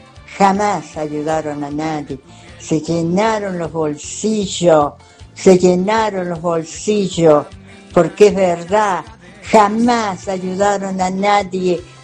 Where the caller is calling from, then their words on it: San Luis, Argentina; de San Luis Capital.